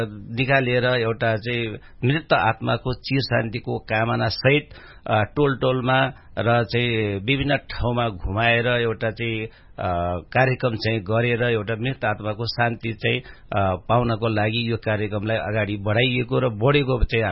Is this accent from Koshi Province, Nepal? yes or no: no; Pokhara, Gandaki Province, Nepal; born or raised there